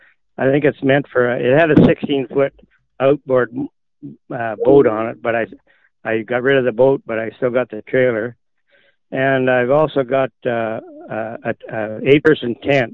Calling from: Oakville, Manitoba, Canada

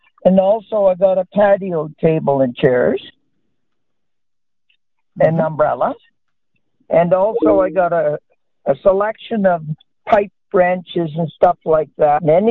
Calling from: Stonewall, Manitoba, Canada; I'm calling from Stonewall, Manitoba.

